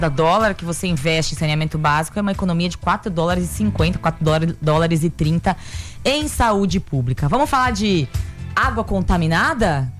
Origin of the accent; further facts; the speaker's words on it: Brazil; A gente é brasileiro, né?